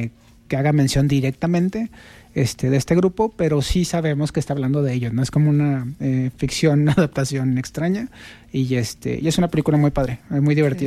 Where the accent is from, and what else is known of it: Mexico